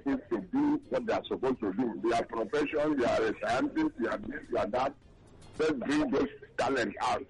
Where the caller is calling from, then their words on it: Lagos, Nigeria; coming from Okota